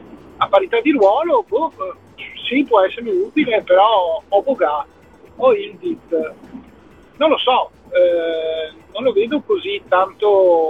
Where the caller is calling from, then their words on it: Treviso, Veneto, Italy; io onestamente sono